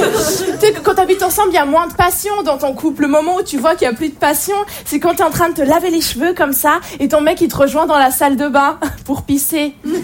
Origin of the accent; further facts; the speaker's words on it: Switzerland; Alors oui, je viens de Suisse, mais je peux vous le dire ce soir, au fond de moi, j'ai toujours rêvé d'être arabe.